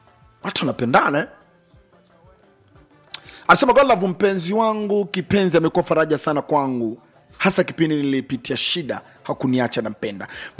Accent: Mafinga, Iringa, Tanzania; natokea Mafinga.

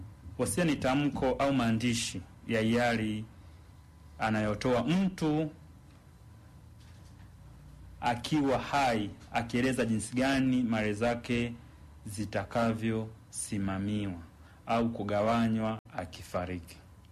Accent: Tanzania; nimezaliwa hapa, nimekuwa hapa, basi ninaomba serikali nitambue kama mimi ni Mtanzania.

